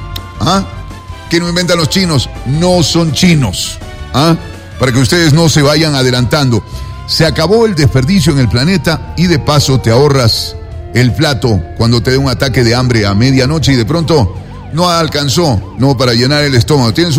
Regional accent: Quito, Pichincha, Ecuador

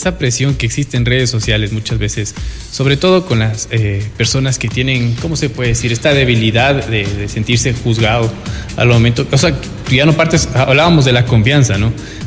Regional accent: Ecuador

